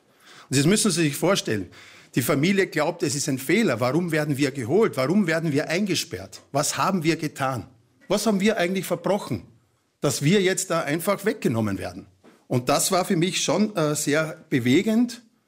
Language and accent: German; Halbturn, Burgenland, Austria; Vor 28 Jahren habe ich im Gemeindearchiv von Halbdurn, das ist mein Heimatort